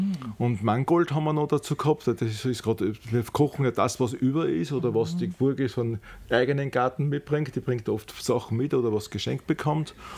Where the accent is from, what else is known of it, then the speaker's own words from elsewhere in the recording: Wals-Siezenheim, Salzburg, Austria; ich stamme ja nicht aus der Stadt, sondern aus Wals.